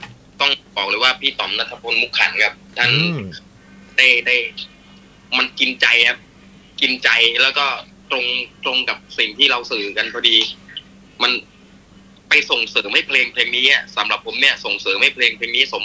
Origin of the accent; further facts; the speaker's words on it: Chumphon, Thailand; ผมเป็นคนชุมพรครับพี่